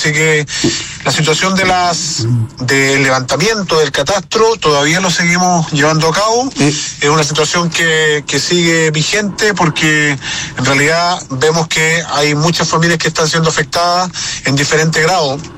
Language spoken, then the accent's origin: Spanish; Corral, Los Ríos, Chile; Yo soy nacido y criado acá en Corral